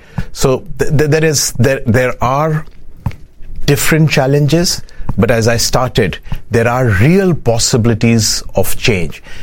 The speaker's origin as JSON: {"language": "English", "country": "India"}